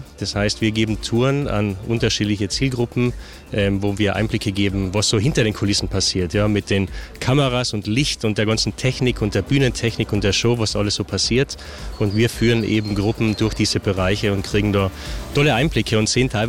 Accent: Winklern, Carinthia, Austria; now in Vienna, Austria; Aus Winklern, Winklern im Mölltal.

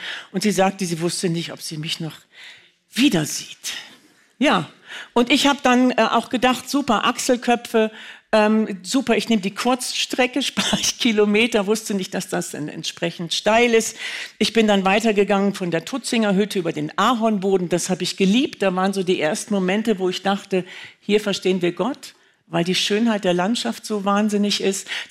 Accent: Northern Germany, Germany; 43 Meter, das waren so meine ersten Berge, in denen ich groß geworden bin. Und ich spreche hier ja wirklich gerne als Norddeutsche

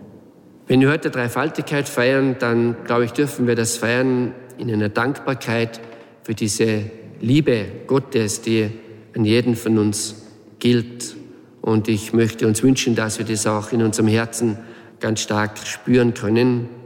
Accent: Austria; Eines, das mich sehr beeindruckt hat, ist in meiner Heimatgemeinde Raures in der Michaelskapelle.

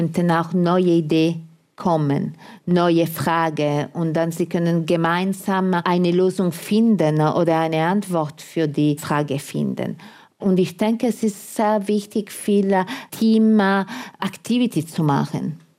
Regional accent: Italy; German is a second language

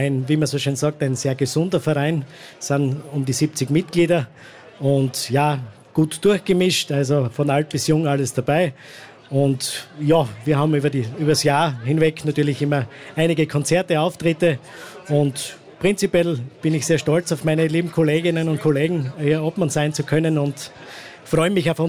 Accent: Kirchbach, Styria, Austria; Ja genau, das ist am Annaberg bei uns in Kirchbach. Da ist eine Filialkirche, eben der heiligen Anna geweiht.

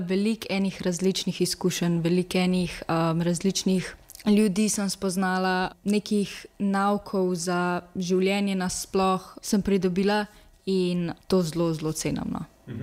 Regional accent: Ljubljana, Central Slovenia, Slovenia; stara sem 20 let in prihajam iz Ljubljane.

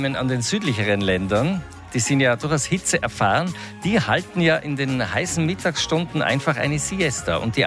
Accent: Tyrol, Austria; Könnte man eigentlich auch bei uns in Tirol einführen.

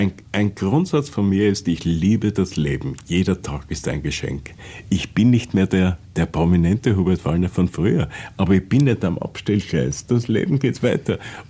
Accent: Vienna, Austria; Ich bin halt einmal Österreicher, ich bin ein Wiener

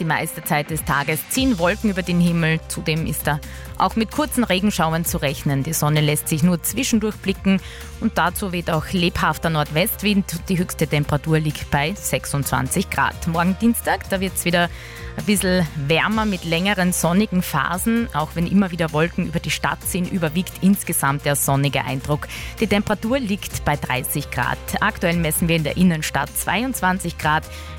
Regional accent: Vienna, Austria; Also Andrea, bei uns in Wien sagen wir zum Beispiel gern Bussi, oder?

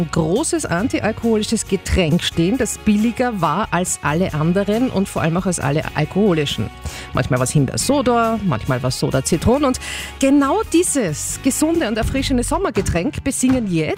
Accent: Upper Austria, Austria; moved away; Ich komme hier ursprünglich aus Oberösterreich

